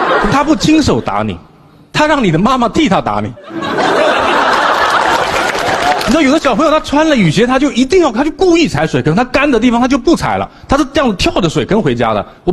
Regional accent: Fujian, China; 我出生在福建西部的一个靠山的多雨的小县城。

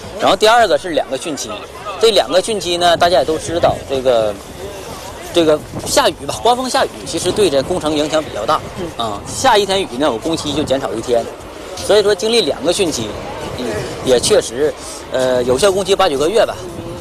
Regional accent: Jinzhou, Liaoning, China; 锦州人。

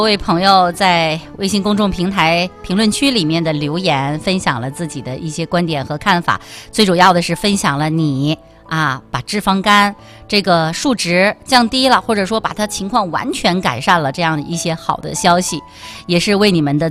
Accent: Northeast China, China; 咱们东北这边四季分明

